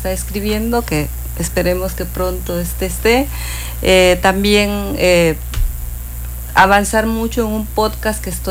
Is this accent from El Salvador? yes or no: yes; El Salvador; also born or lived in Cancún; now in Playa del Carmen, Mexico; Yo he vivido mucho tiempo en Cancún, viví mucho tiempo aquí. Digo, soy salvadoreña porque pues de allá es la historia. Sí. Pero yo vine aquí hace 25 años.